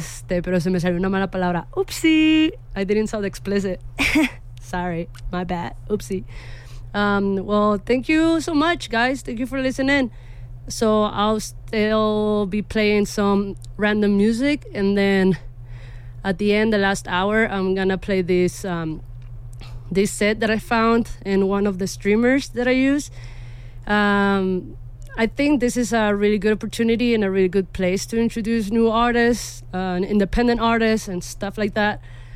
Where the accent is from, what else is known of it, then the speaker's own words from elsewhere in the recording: Tijuana, Baja California, Mexico; now in Telluride, United States; yo vengo de Tijuana